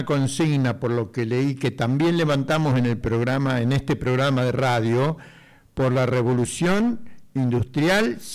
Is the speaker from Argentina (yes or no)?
yes; Argentina; somos muchos los argentinos